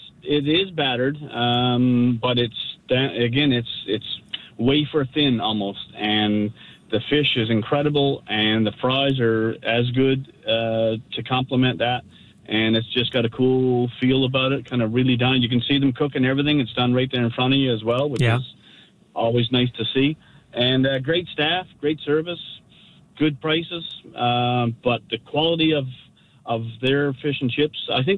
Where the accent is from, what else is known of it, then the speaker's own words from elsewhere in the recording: Newfoundland and Labrador, Canada; now in Yarmouth, Canada; growing up in Newfoundland